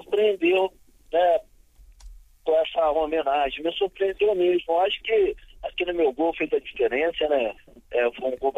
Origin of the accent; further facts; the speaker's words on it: Brazil; eu não gostaria que a Noruega ganhasse do Brasil, lógico, como brasileiro, né?